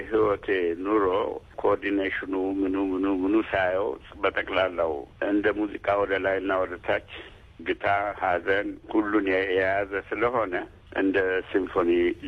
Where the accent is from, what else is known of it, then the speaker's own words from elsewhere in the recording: Dessie, Amhara, Ethiopia; ላይ ተወለድኩት ደሴ ከተማ ውስጥ ነው። በዛን ጊዜ ኢትዮጵያ ገና ሙሶሊኒ በአንድ በኩል ይፎክራል፣ ጦርነቱ ሊጀመር ሲል እንግዲህ በ1929 በፈረንጅ አቆጣጠር ነው የተወለድኩት።